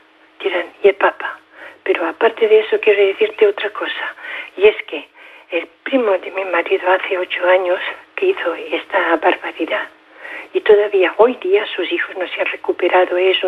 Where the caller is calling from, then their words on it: Cerdanyola del Vallès, Catalonia, Spain; yo vivo en Cerdanyola, nosotros vivimos en Cerdanyola.